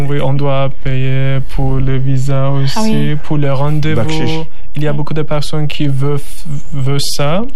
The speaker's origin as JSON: {"language": "French", "country": "Turkey"}